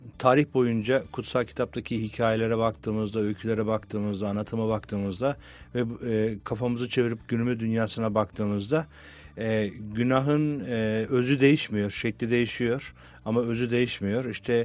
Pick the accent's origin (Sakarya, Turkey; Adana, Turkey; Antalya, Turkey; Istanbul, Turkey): Adana, Turkey; Ben Adanalıyım aslen. Bizim memleketimizde benim gençlik yıllarımda otobüslerde muavinler vardı.